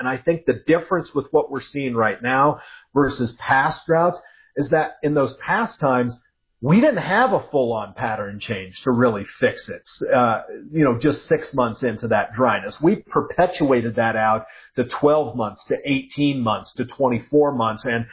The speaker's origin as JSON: {"language": "English", "region": "High Plains", "country": "United States", "tie": "born or raised there", "said": "maybe that's just my nature growing up in the Western High Plains, because we're never, ever very far away from drought."}